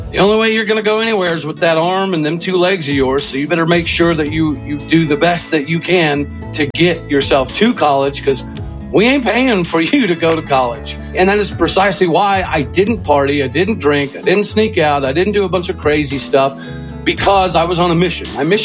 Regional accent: Enid, Oklahoma, United States; born there; I was born in Enid, Oklahoma.

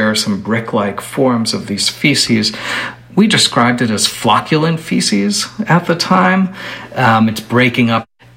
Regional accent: New York City, New York, United States; moved away; I grew up in New York City.

